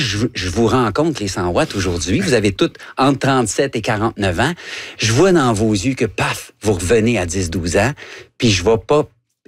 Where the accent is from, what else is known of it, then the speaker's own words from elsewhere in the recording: Guadeloupe; Mais quand j'étais jeune en Guadeloupe, c'est que je travaillais sur une plage.